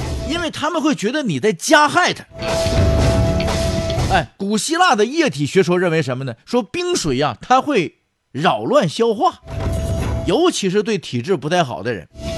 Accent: China; 我们中国人

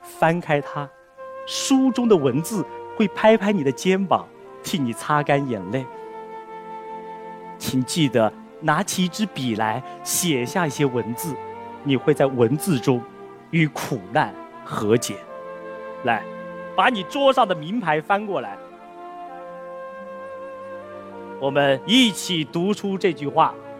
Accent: Jiangsu, China; now in Guangdong, China; 我是一个江苏人，现在生活在广东地区。

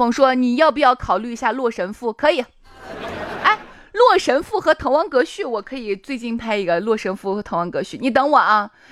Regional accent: Shaanxi, China; accent: Shaanxi dialect; 那我就不能就是再说很土很土的陕西话了，我要说那种比较洋货的陕西话。

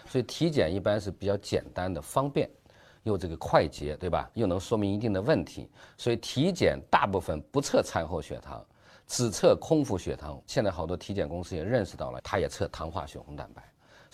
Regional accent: China; 我们中国人

